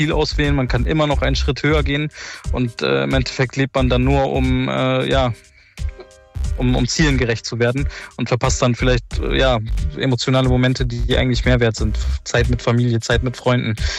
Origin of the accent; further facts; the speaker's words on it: Bremen, Germany; aber Bremen ist jetzt, obwohl es meine Heimatstadt ist